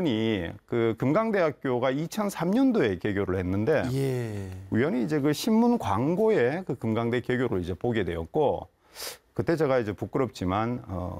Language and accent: Korean; Yeongju, North Gyeongsang, South Korea; born or raised there